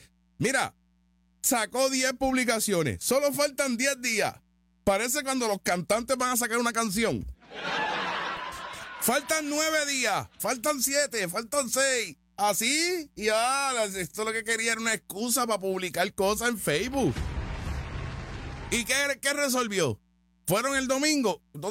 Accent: Puerto Rico; yo soy puertorriqueño.

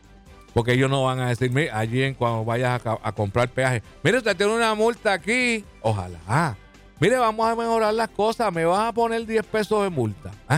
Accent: Puerto Rico; Porque somos boricuas.

